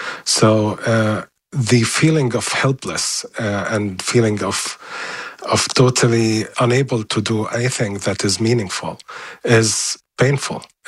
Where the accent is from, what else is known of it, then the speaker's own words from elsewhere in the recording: Gaza Strip, Palestine; moved away as an adult; I built a life there. I was born and raised and bred in the Gaza Strip all my life. I left 3 years ago, only after 2 months of the war.